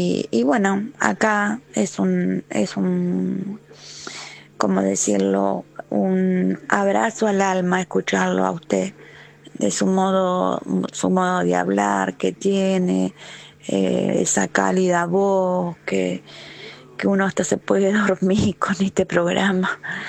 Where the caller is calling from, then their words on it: Argentina; de San Cristóbal